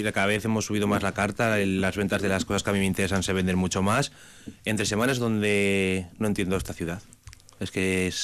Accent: Miranda de Ebro, Castile and León, Spain; Yo soy de Miranda, mucha gente, ¿por qué no vas a Miranda?

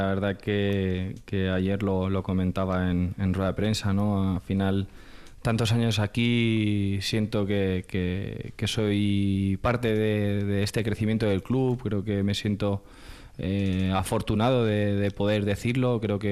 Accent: Jávea, Valencian Community, Spain; moved away as an adult; now in Vitoria, Spain; nosotros orgullosos de poder decir que somos de Javea también.

